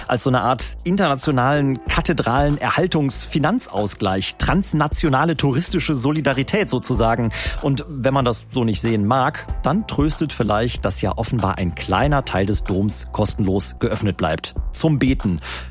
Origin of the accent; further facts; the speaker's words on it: Cologne, North Rhine-Westphalia, Germany; Ich bin ja gebürtiger Kölner, ne?